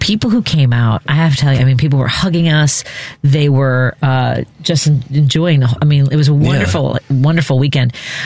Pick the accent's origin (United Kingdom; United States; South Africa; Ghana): United States; Chicago, Illinois; as a Chicagoan